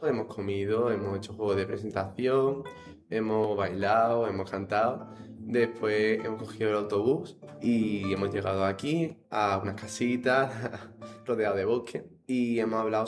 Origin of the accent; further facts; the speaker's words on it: Málaga, Andalusia, Spain; de Málaga, tengo 16 años